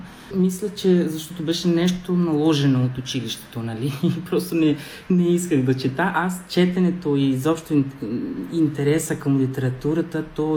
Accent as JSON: {"language": "Bulgarian", "town": "Cádiz", "region": "Andalusia", "country": "Spain", "tie": "born or raised there", "lives_now": "Sofia, Bulgaria", "said": "аз съм от южната част на Испания, което е още по-различно. Андалусия, където е Севилия, Кадис, аз съм родом от Кадис."}